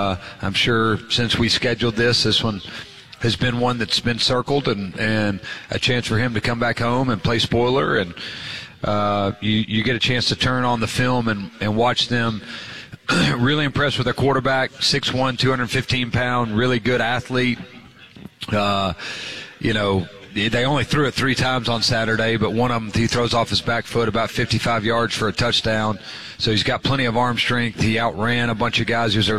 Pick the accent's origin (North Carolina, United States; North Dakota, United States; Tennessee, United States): Tennessee, United States; Chattanooga; whenever I was kind of growing up in Chattanooga, whenever I was at Richmond